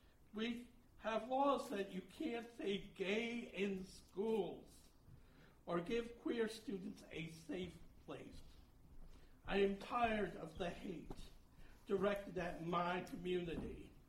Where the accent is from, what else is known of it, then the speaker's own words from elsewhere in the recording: Elmira, New York, United States; when I grew up in Elmira, New York.